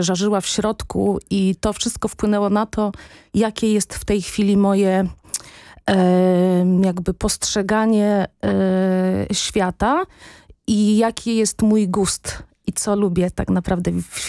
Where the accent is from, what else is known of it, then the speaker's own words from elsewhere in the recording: Rybnik, Silesian Voivodeship, Poland; Ja mówię, że mam serce z węgla, dlatego że, tak jak wspomniałaś, jestem Ślązaczką. Pochodzę z Rybnika, urodziłam się i wychowałam pod niedobczycką hałdą. Pamiętam jeszcze czasy, gdzie niedobczycka hałda była czerwona, paliła się, żarzyła w środku